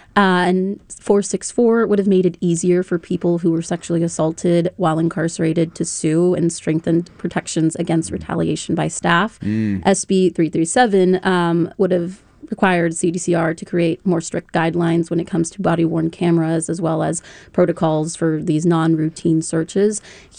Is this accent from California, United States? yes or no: yes; California, United States; I'm from the Central Valley. I grew up 30 minutes from that prison.